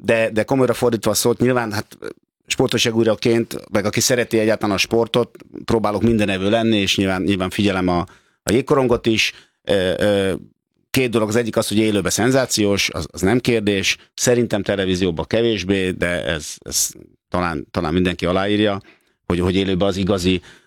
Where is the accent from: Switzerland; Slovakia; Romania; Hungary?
Hungary; Mondtuk, hogy igen, magyarok vagyunk.